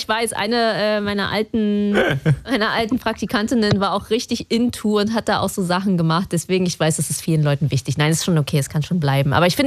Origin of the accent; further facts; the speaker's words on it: Berlin, Germany; In Berlin haben wir sowas nicht.